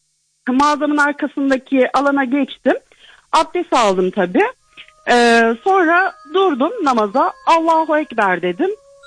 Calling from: İzmir, Turkey; Ben İzmir Karşıyaka'dan arıyorum. Pardon İzmir Bornova'da oturuyorum da Karşıyaka'da mağazam vardı.

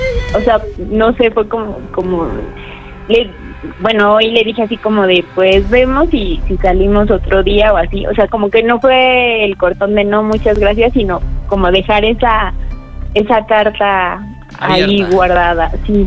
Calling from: Mexico City, Mexico; Sí, soy de la alcaldía de Iztapalapa.

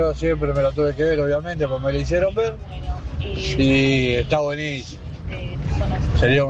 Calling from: Moreno, Buenos Aires Province, Argentina; del Uber de Moreno.

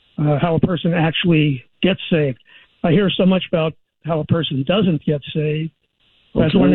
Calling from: Glendale, United States; I'm calling from the Glendale area.

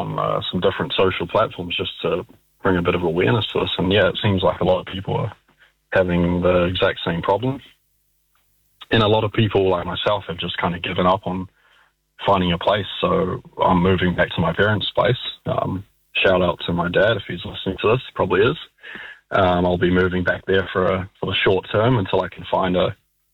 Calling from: New Zealand

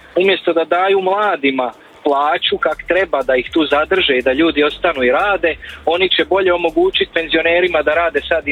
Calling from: Slavonia, Croatia; tu kod nas u Slavoniji

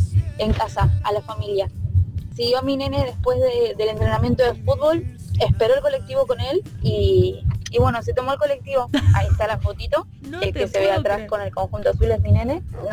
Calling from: General Rodríguez, Buenos Aires Province, Argentina; del General Rodríguez.

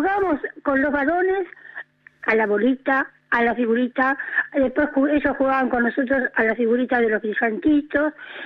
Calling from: Remedios de Escalada, Buenos Aires Province, Argentina; soy de Escalada.

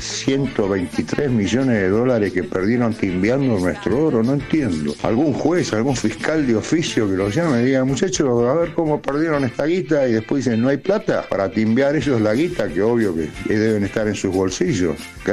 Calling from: Caseros, Buenos Aires Province, Argentina; de Caseros, veterano de Malvinas.

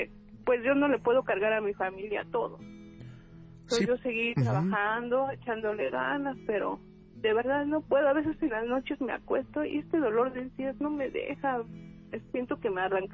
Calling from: Texcoco, State of Mexico, Mexico; De Texcoco, Estado de México.

